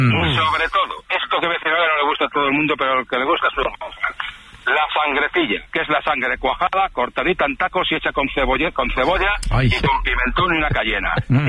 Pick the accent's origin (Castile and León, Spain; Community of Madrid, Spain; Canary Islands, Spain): Castile and León, Spain; Valladolid